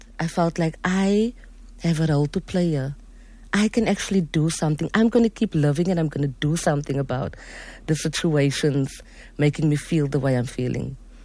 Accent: Mitchells Plain, Western Cape, South Africa; And growing up in Mitchell's Plain and having to deal with the social ills and then the station strangler. And I grew up in that era.

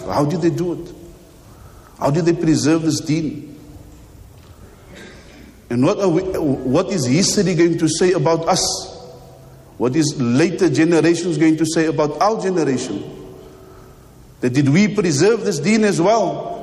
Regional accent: Egypt; English is a second language; moved away as an adult; I recall the story in my first year when I came from Egypt.

